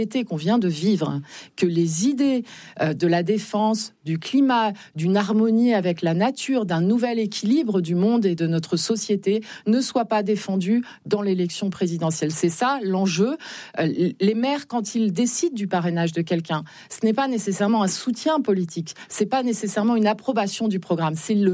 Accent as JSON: {"language": "French", "region": "Nouvelle-Aquitaine", "country": "France", "said": "Moi, chez moi, en Deux-Sèvres, la courbe de la disparition des oiseaux et des insectes et la courbe de la perte du nombre d'exploitants agricoles, c'est exactement la même."}